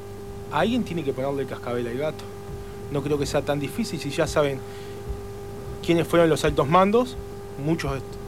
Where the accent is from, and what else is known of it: Uruguay